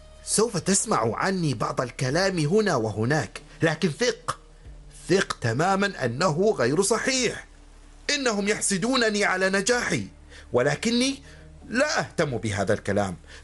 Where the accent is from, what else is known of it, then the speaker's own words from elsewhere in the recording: Rangpur Division, Bangladesh; Arabic is a second language; moved away as an adult; أنا من بنغلاديش، من قرية صغيرة قرب مدينة رانشبور. كانت أسرتي تعمل في زراعة الأرز